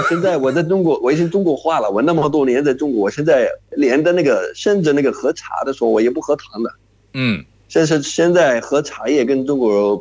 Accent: Jordan; Chinese is a second language; 大家好，

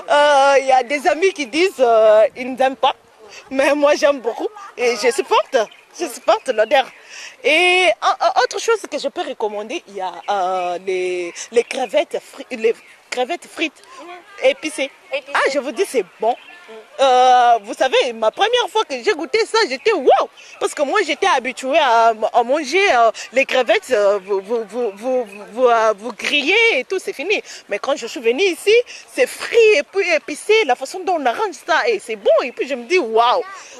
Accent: DR Congo; moved away as an adult; now in Changsha, China; je viens de la République démocratique du Congo. En fait, ici, je suis une étudiante. J'étudie à l'université Changsha University of Science and Technology.

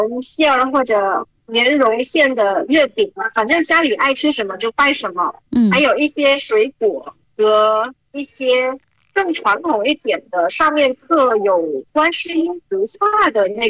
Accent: Cambodia; 虽然说我从小就在柬埔寨出生，但是呢，我的家庭还是有华人血统的。

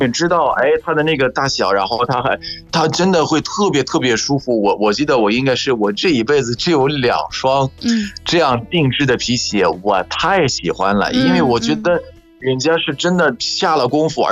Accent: Egypt; Chinese is a second language; 我是来自埃及的

